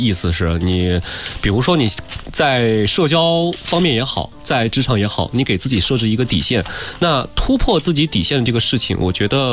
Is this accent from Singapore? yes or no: no; China